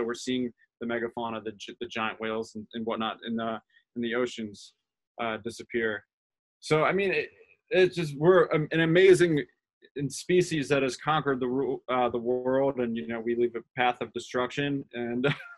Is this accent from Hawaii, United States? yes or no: no; New York, United States; moved away; I grew up in New York, suburbs of New York, and like pretty affluent area.